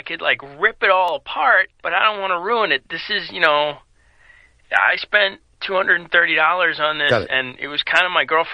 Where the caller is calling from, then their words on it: Sweden; And I'm calling from Sweden.